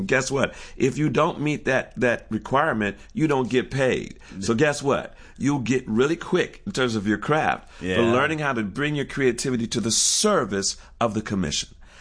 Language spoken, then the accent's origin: English; Detroit, Michigan, United States